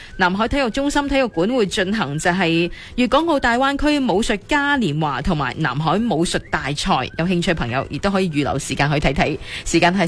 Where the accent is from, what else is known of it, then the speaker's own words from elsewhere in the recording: Foshan, Guangdong, China; 包括我哋作为佛山人